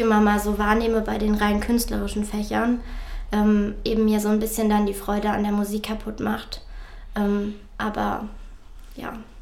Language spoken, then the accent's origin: German; Jena, Thuringia, Germany; moved away as an adult; now in Leipzig, Germany; ich komme aus Jena und bin jetzt 20 Jahre alt. Ich habe in Jena mein Abitur gemacht, 2021, am christlichen Gymnasium. Und jetzt habe ich dieses Jahr in Leipzig angefangen zu studieren.